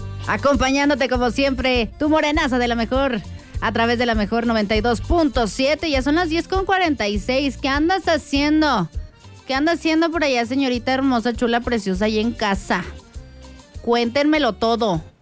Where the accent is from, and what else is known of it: San Juan del Río, Querétaro, Mexico